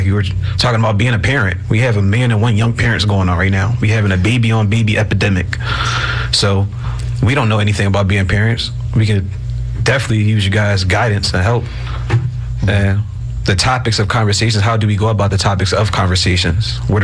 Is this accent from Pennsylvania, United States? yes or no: yes; Philadelphia, Pennsylvania, United States; I'm currently 24 years old. I'm from North Philadelphia.